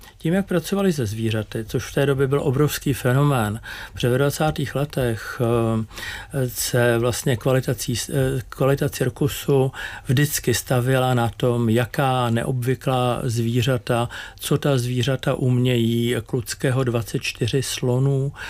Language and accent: Czech; Prague, Czechia; jsem rodák z Prahy z Letna